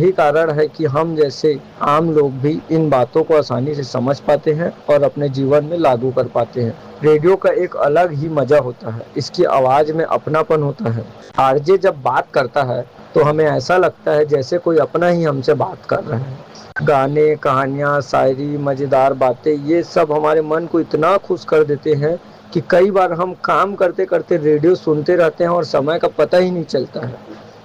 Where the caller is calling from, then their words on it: Raigarh, Chhattisgarh, India; रायगढ़ का रहने वाला हूँ।